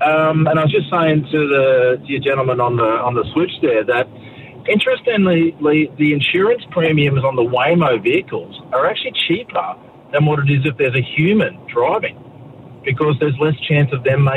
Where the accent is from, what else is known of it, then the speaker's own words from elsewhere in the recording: Australia; And I mean, being the Australian overseas, I pretended to talk to the cabbie.